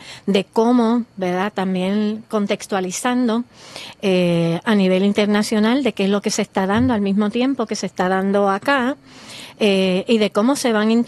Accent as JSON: {"language": "Spanish", "town": "Guánica", "country": "Puerto Rico", "tie": "born or raised there", "said": "Yo nací en Guánica, me crié en Guánica."}